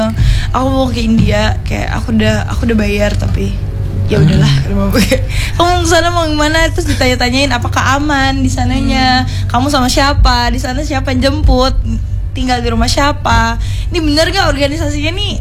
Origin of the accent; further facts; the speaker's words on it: Palembang, South Sumatra, Indonesia; Aku juga orang Palembang.